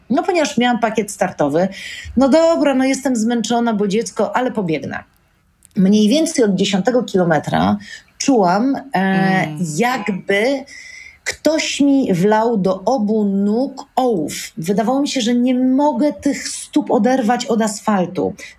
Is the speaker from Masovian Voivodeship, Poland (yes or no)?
yes; Warsaw, Masovian Voivodeship, Poland; mimo że się urodziłam, wychowałam, studiowałam w Warszawie